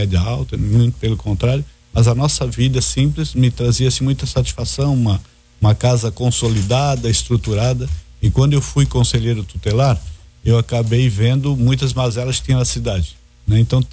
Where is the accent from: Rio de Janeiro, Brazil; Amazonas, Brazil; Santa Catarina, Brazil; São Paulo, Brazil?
Santa Catarina, Brazil; Balneário Camboriú; Eu nasci aqui em Balneário Camboriú, nasci lá na Vila Real. A minha família era uma família simples, mas o meu pai era garçom e trabalhava em Florianópolis.